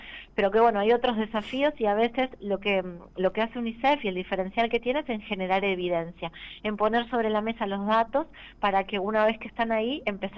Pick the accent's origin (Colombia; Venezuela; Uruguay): Uruguay